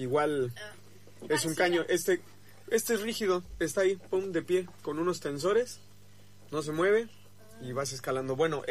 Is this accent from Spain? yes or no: no; Mexico; now in Argentina; soy de origen mexicano, con la mitad del corazón argentino ya.